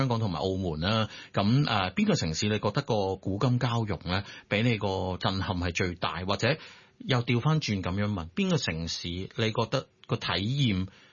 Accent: Guangdong, China; 我哋廣東人食粵菜

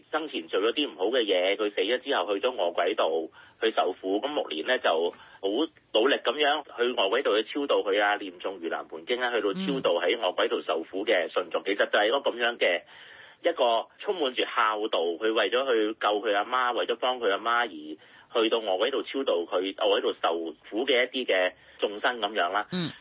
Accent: Hong Kong; 因為其實我哋香港人咧好少機會接觸潮劇。

